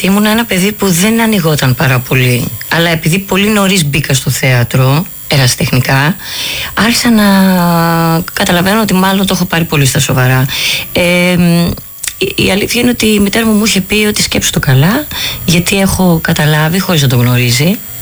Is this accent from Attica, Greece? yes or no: yes; Agioi Anargyroi, Attica, Greece; born or raised there; also born or lived in Boston